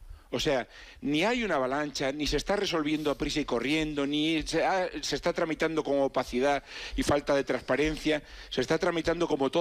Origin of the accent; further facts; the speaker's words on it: Galicia, Spain; me afecta como gallego y como español